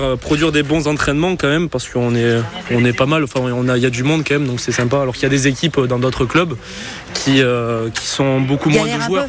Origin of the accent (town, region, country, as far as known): Cournonterral, Occitanie, France; born or raised there; also born or lived in Montpellier